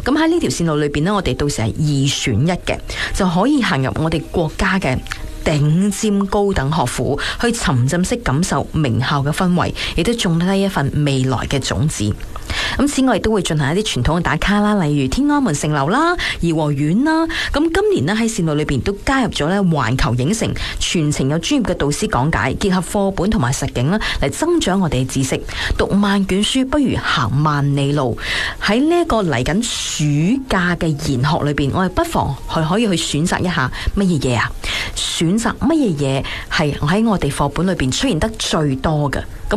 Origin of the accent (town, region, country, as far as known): Guangdong, China